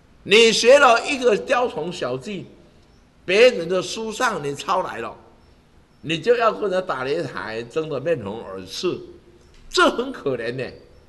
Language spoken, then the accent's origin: Chinese; Taiwan